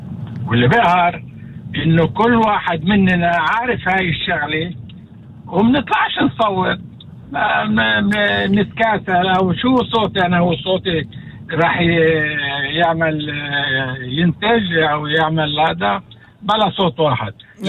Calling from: Haifa, Haifa District, Israel

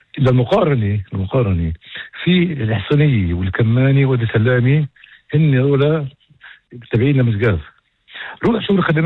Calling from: Tamra, Northern District, Israel

